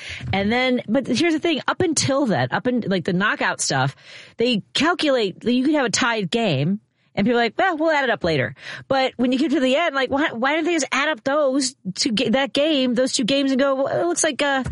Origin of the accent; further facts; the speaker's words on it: Chicago, Illinois, United States; So obviously I've talked about growing up in Chicago. I went to Lang Tech.